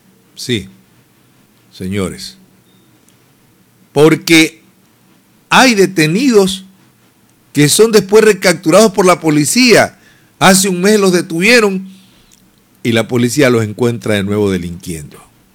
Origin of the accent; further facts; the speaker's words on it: Ecuador; El problema somos los ecuatorianos